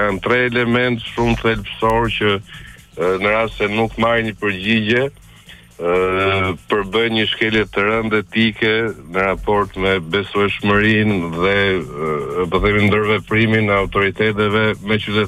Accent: Tirana, Tirana County, Albania; Unë vi nga Voskopoja me origjinë vet, kam lindur dhe jam rritur në Tiranë, por prindrit janë gjyshrit më saktë, janë nga Voskopoja.

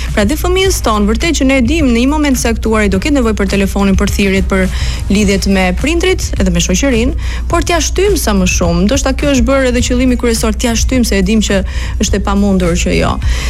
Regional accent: Berat, Berat County, Albania; unë jam nga Berati.

